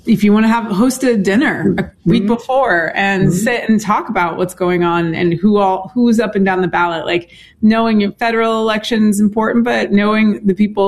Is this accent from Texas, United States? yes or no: no; Indianapolis, Indiana, United States; That is correct. I'm from Indianapolis, Indiana.